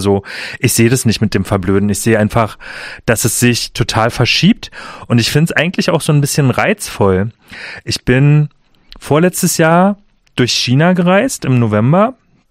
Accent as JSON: {"language": "German", "country": "Germany", "tie": "born or raised there", "said": "Früher war unser Hauptproblem, ich bin in der DDR groß geworden, dass es keine freien Medien gab"}